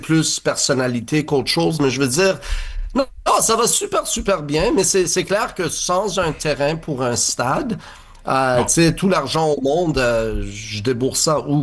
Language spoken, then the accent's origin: French; Montreal, Quebec, Canada; je suis Montréalais, je suis Québécois, je suis ici, je suis bilingue